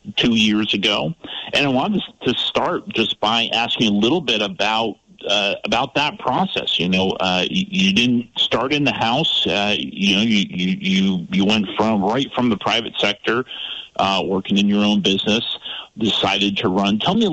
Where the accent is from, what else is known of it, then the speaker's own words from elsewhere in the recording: Shoreham, Vermont, United States; I'm an Addison County boy myself. I grew up in Shoreham for most of my time. And my dad, my grandfather, my brother also live in Addison County.